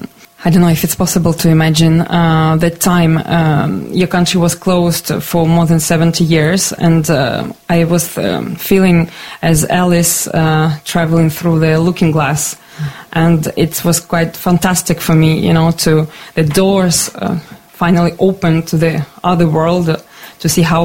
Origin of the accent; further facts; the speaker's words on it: Ukraine; English is a second language; moved away as an adult; now in France; As you know, I'm Ukrainian. I was born still in the Soviet Union many years ago.